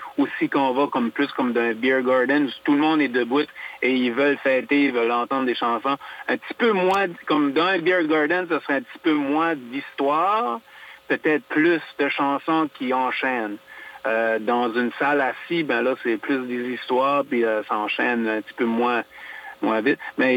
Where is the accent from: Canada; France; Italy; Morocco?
Canada; on est acadien, mais on a beaucoup d'influence anglais aussi